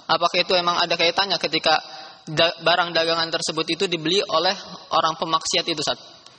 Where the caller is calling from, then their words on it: Bekasi, West Java, Indonesia; Saya dari Sukma Wijaya Kusuma dari Bekasi, STD Muhammad Nasir.